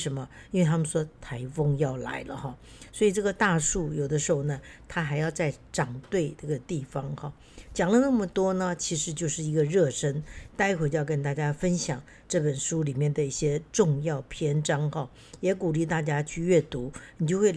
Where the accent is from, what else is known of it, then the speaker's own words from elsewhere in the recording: Nanjing, Jiangsu, China; born there; moved away; 有一年我到这个中国大陆的南京去旅行因为我自己在南京出生的